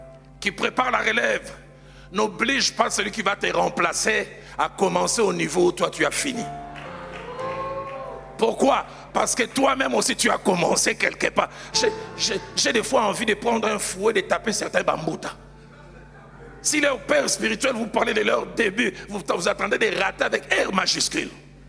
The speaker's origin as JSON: {"language": "French", "region": "Kinshasa", "country": "DR Congo", "said": "Chez nous, à Kinshasa"}